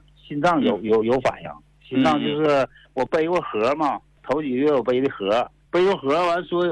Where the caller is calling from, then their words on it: Shenyang, Liaoning, China; 我家住沈阳，沈阳。